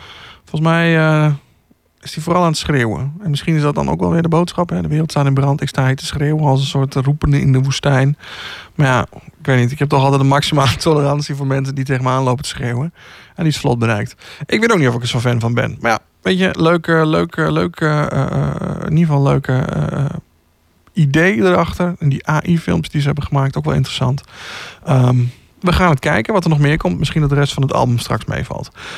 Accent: Gelderland, Netherlands; En ik ben zelf, ik kom uit de Achterhoek.

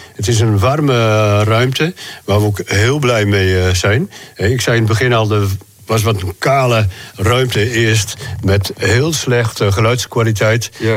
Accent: Friesland, Netherlands; now in Drenthe, Netherlands; ik ben een Fries

